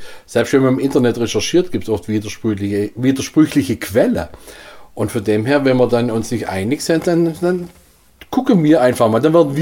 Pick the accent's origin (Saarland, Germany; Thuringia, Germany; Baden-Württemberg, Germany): Baden-Württemberg, Germany; Winterlingen; ich komme aus Winterlingen, gell? Vor Ort sagen wir Wederlingen. Oder ich komme, gesagt, aus dem Ortsteil Benzingen, sagen wir Betzingen.